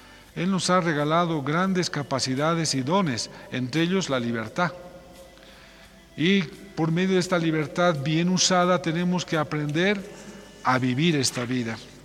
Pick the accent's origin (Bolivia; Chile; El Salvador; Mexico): Bolivia